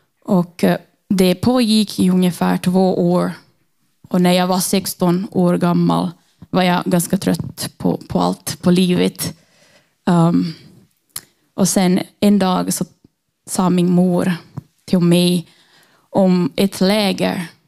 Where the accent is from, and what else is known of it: Brazil; born or raised there; now in Finland